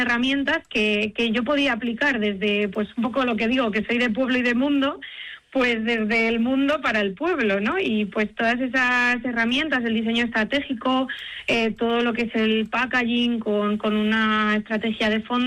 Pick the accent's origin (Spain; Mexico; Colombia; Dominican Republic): Spain; Castile and León; pues sería una marca que también es de un pueblo de la zona del Valle del Tietar, que es de donde soy yo